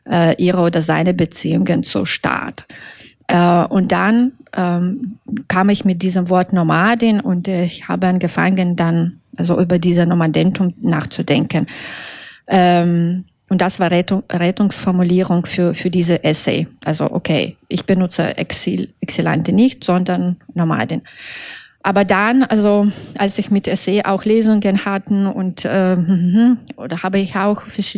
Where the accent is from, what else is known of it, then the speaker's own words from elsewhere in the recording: Belarus; first language Russian; German is a second language; meine erste Sprache war russische Sprache, ja, obwohl wir sind alle bilingue in Belarus, aber ich würde nie sagen, dass meine Muttersprache ist Russisch.